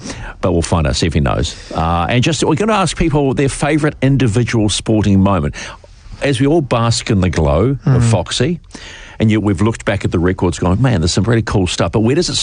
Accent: Waikato, New Zealand; So I grew up in the Waikato, you know, frost, freshness.

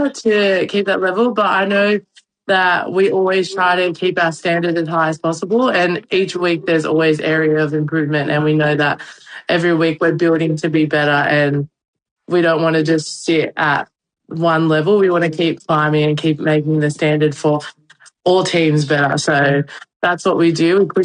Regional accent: New South Wales, Australia; born there; I was born in New South Wales.

